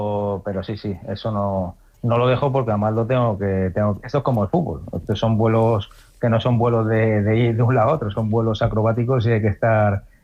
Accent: Aragon, Spain

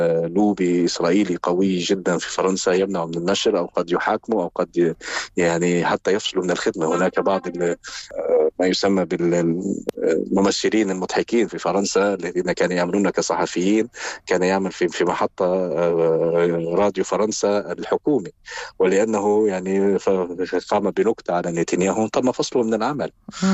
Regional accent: Gaza, Gaza Strip, Palestine; أنا من غزة

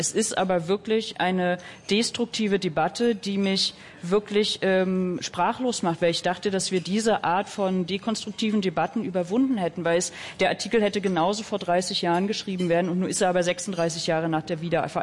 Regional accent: East Germany, Germany; Als Ostdeutsche selbst

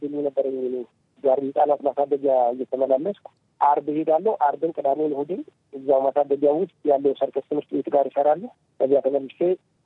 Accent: Dessie, Amhara, Ethiopia; እኔ ተወልጄ ያደግኩት ፎቶ ስቱዲዮን አካባቢ ነው

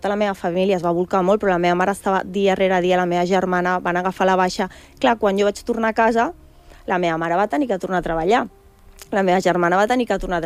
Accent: Barcelona, Catalonia, Spain; jo sóc de Barcelona

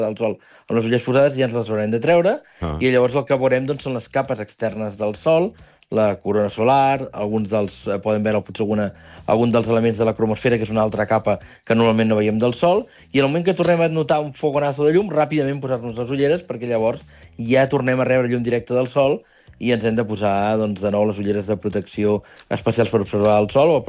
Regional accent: Barcelona, Catalonia, Spain; jo sóc del barri de Gràcia de Barcelona i porto gairebé 20 anys treballant aquí a àgil.

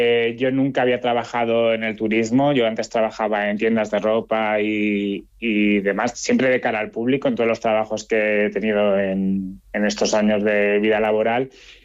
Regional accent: Spain

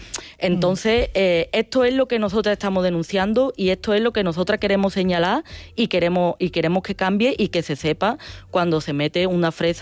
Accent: Escacena del Campo, Andalusia, Spain; mi pueblo es Cacena del Campo, el limítrofe con el suyo, y bueno, somos de los campos de Tejada ambos

